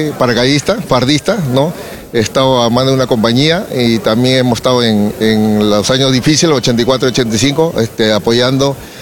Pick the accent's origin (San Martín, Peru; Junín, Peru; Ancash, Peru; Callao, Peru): Callao, Peru; yo soy de acá de Lima, de Callao